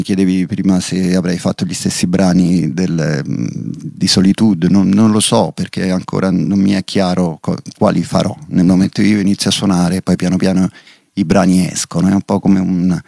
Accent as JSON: {"language": "Italian", "town": "Rome", "region": "Lazio", "country": "Italy", "tie": "born there", "moved": "as an adult", "lives_now": "Milan, Italy", "said": "ho iniziato la mia carriera qui a Milano, anche se non sono milanese perché sono nato a Roma, mi sono trasferito qui nel 97. Se non sbaglio 96"}